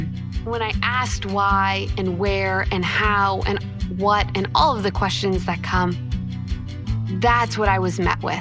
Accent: Burlington, Massachusetts, United States; I'm from Burlington, Massachusetts.

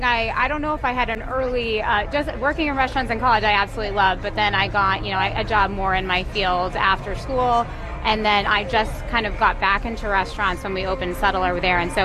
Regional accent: Swampscott, Massachusetts, United States; we moved to this area, I'm originally from Swampscott.

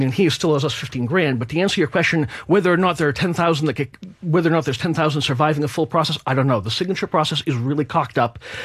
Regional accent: Lynnfield, Massachusetts, United States; born or raised there

